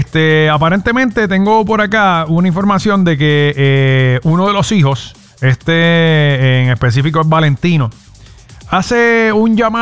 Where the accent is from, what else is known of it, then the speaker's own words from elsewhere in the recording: Puerto Rico; No habla como nosotros en Corozal y en Toalta